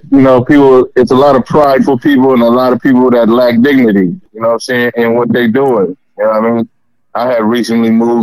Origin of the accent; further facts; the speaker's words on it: Oakland, California, United States; I'm from East Oakland.